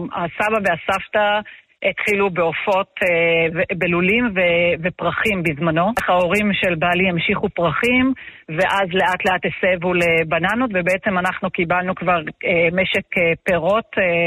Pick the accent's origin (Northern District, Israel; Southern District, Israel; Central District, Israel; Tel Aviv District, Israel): Northern District, Israel; Hanita; moved away as an adult; now in Betzet, Israel; אני מקיבוץ חניתה במקור, אני שכנה